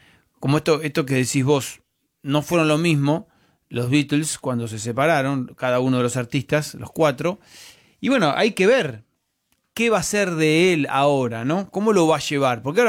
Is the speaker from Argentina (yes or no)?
yes; Argentina